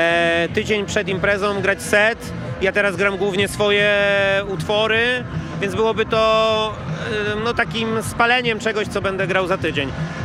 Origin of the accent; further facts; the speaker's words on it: Łódź, Łódź Voivodeship, Poland; Bo jestem z Łodzi